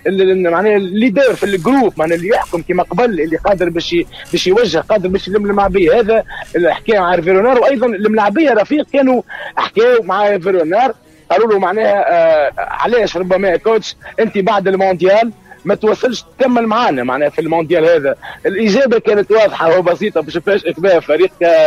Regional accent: Tunisia; احنا تونسي

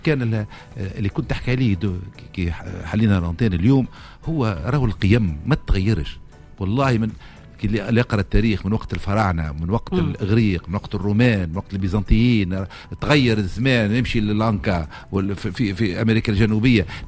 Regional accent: Gafsa, Gafsa Governorate, Tunisia; accent: Gafsi; وفخر اني من قفصة ونتكلم باللغة هذه.

